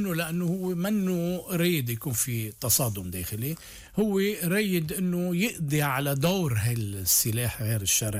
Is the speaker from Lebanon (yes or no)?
yes; Lebanon; نحن كلبنانيين